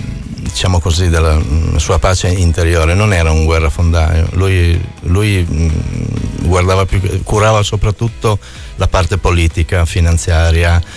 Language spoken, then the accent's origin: Italian; Turin, Piedmont, Italy; Sono nato a Torino, ho sempre vissuto in Piemonte, ho fatto le scuole in Piemonte